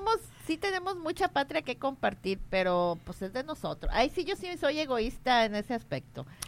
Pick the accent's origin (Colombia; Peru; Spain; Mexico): Mexico